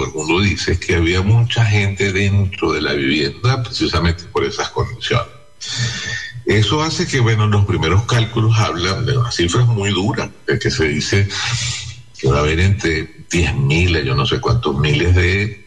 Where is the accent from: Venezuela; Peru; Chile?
Venezuela